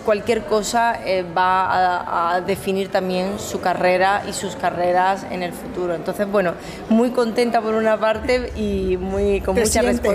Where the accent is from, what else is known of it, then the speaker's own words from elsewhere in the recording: Granada, Andalusia, Spain; yo hago una intervención que hago un poema de un autor de mi tierra, de Granada, Manuel Benítez Carrasco